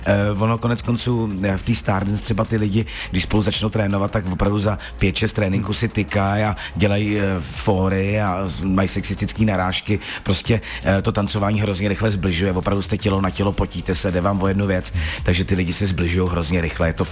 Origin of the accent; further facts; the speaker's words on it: Loket, Karlovy Vary Region, Czechia; moved away as an adult; also born or lived in Ostrava / Ústí nad Labem; já jsem z Lokte nad Ohří, to je u Karlových Varů